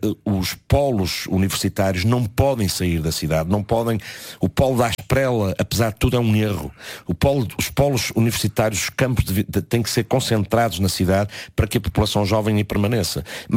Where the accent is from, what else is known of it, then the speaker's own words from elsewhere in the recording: Portugal; somos nós, portugueses